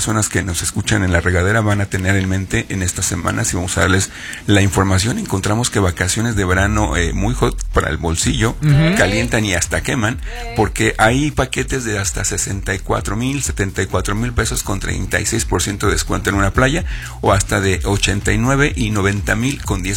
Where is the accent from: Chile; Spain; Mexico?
Mexico; somos estos mexicanos que hasta 7 de cada 10 lo hacemos de último momento